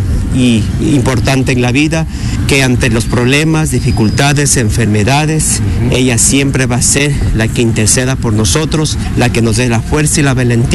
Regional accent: El Oro, Ecuador; Yo soy de la provincia del Oro, pero actualmente soy erradicado aquí en la provincia de Morona, Santiago.

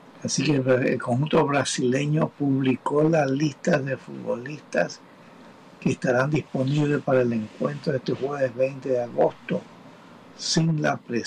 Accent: Ecuador; así lo queremos como ecuatorianos

